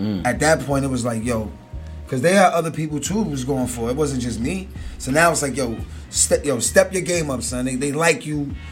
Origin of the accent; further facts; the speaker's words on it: Queens, New York, United States; because I come from Queens, I seen so much